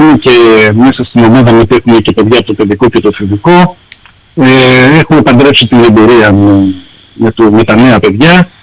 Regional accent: Thessaloniki, Central Macedonia, Greece; now in Kefalonia, Greece; Θεσσαλονικός, γέννημα θρέμα.

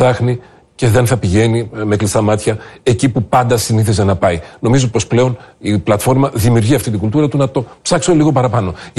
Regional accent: Trikala, Thessaly, Greece; στον τόπο μου, στα Τρίκαλα, στην Πύλη, ας πούμε, στα χωριά, μπορεί να μην υπάρχουν μεγάλα σούπερ μάρκετ.

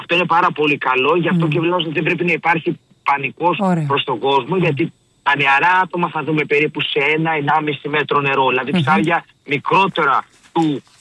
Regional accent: Central Greece, Greece; επειδή είμαι από την Εύβοια

